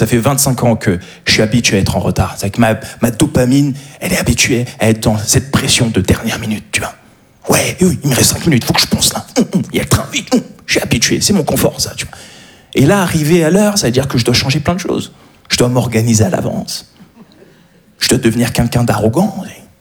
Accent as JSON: {"language": "French", "town": "Paris", "region": "Île-de-France", "country": "France", "said": "Je suis un Parisien, voilà ce que je suis."}